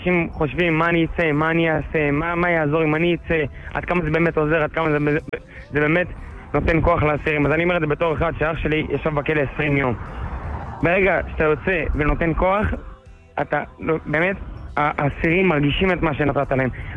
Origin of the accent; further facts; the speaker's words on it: Beit Shemesh, Jerusalem District, Israel; אני מבית שמש, יצאתי מבית שמש לכיוון בני ברק